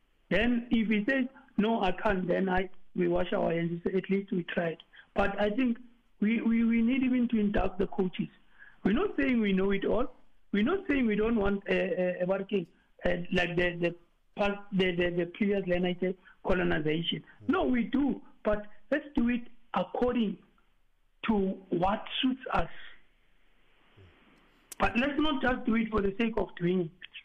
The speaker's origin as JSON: {"language": "English", "country": "South Africa"}